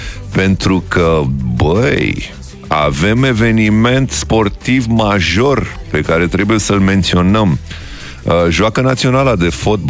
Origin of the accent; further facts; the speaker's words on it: Romania; Suntem români